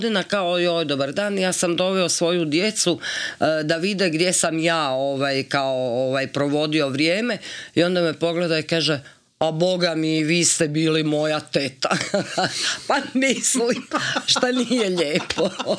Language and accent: Croatian; Slavonia, Croatia; jer sam, ja sam inače Slavonka, ali ne znam, malo imam te naive